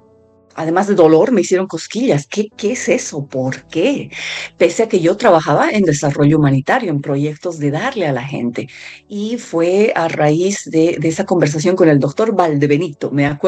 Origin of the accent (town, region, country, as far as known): Bolivia; moved away as an adult; now in Hawaii, United States